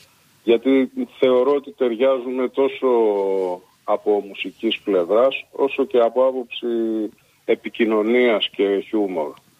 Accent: Piraeus, Attica, Greece; born there; Μία διόρθωση, δεν γεννήθηκα στα Χανιά, γεννήθηκα στον Πειραιά.

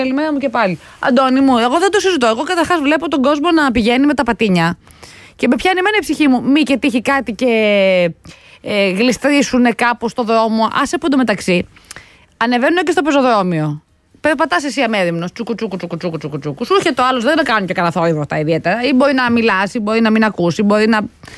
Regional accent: Peloponnese, Greece; κάτω στην Πελοπόννησο, στο χωριό μου

